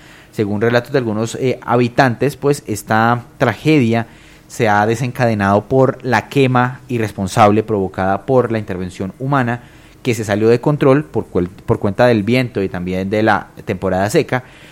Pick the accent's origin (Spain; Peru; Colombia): Colombia; todos como colombianos